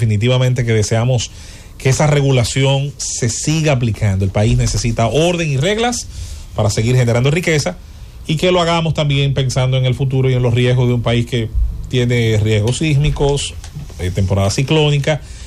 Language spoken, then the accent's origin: Spanish; Santo Domingo, Distrito Nacional, Dominican Republic; Yo me crié en Los Prados, pero viví muy metido ahí. Tengo grandes amigos en Los Praditos, jugué muchísimo baloncesto por ahí.